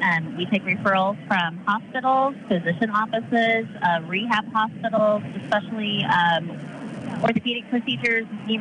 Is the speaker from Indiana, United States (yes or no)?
yes; Bedford, Indiana, United States; I'm a Bedford girl. I'm from Lawrence County myself.